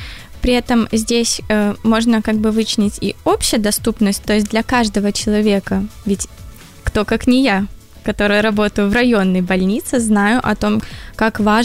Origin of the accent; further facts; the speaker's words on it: Mogilev, Mogilev Region, Belarus; moved away as an adult; так как я сама из Могилева и приехала сюда по распределению